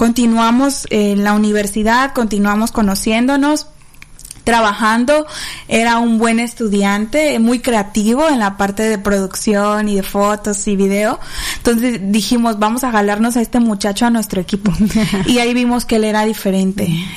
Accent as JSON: {"language": "Spanish", "region": "Veracruz", "country": "Mexico", "moved": "as an adult", "said": "Yo soy de Veracruz, entonces me vine a estudiar acá."}